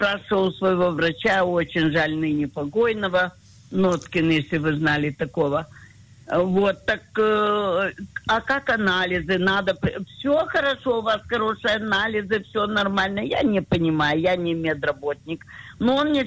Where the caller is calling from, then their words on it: Tver, Tver Oblast, Russia; Я из Твери